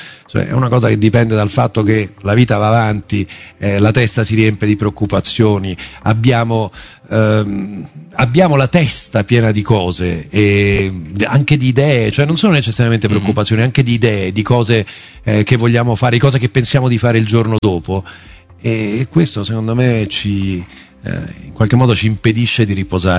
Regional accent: Umbria, Italy; sono umbro di origine

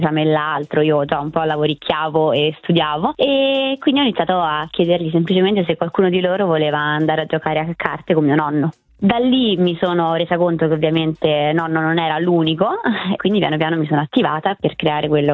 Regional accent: Rome, Lazio, Italy; accent: Roman; vabbè, se siamo romani forse si capisce anche dall'accento, però lui viveva fuori Roma

